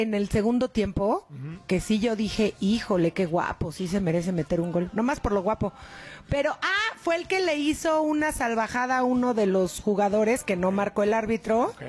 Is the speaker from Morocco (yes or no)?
no; Mexico; Obviamente, como buena mexicana, no me quiero ilusionar, porque sé lo que pasa